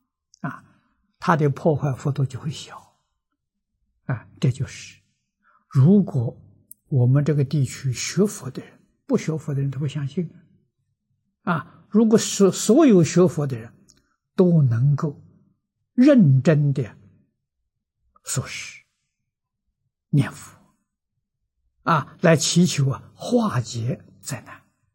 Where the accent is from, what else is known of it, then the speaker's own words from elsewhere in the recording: Lujiang, Anhui, China; 在庐江，我的老家